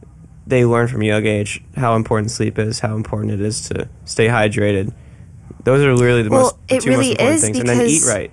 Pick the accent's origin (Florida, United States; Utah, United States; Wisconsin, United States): Florida, United States; growing up in Florida